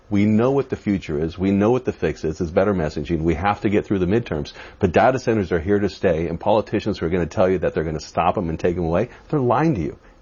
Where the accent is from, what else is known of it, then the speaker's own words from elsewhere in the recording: California, United States; Listen, I'm from California, right?